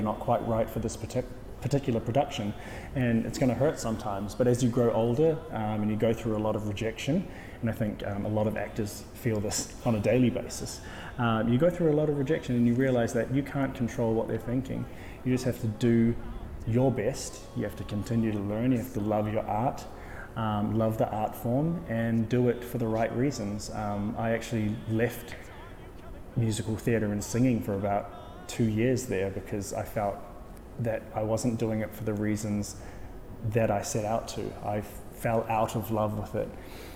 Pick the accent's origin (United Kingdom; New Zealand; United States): New Zealand; growing up in New Zealand, I didn't know about my family roots other than what my mom had taught me.